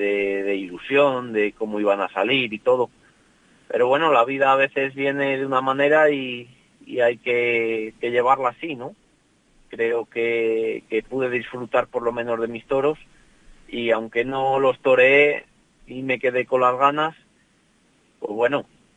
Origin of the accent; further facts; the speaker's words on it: Peñaranda, Castile and León, Spain; Peñaranda, pues es mi tierra, ¿no? Es donde yo vivo todos los días, donde convivo con la gente